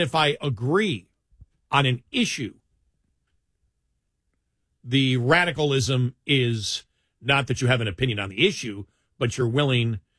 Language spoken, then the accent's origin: English; Ireland; I'm Irish.